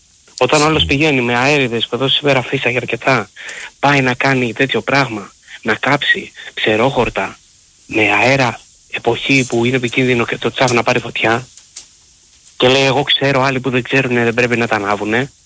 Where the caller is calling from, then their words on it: Corinth, Peloponnese, Greece; από την Κόρινθο, Παναθηναϊκός.